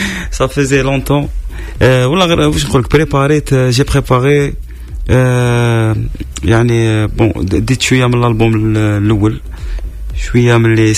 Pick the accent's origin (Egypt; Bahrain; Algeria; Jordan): Algeria; انا جزائري